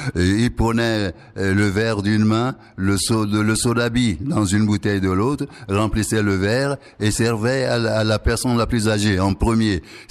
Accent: Togo; moved away; also born or lived in Greenland; Je n'ai jamais vu ça chez moi au Togo.

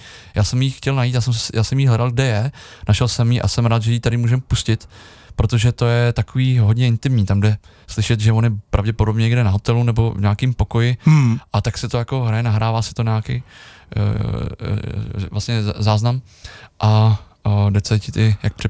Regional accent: Polička, Pardubice Region, Czechia; my jsme totiž celá rodina, whole family, jsme všichni z Poličky. My jsme se všichni narodili v Poličce.

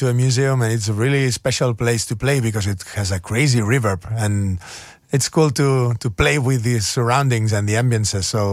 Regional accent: Spain; first language Catalan; English is a second language; My mother tongue is Catalan, yeah. When I talk to myself, I talk to myself in Catalan.

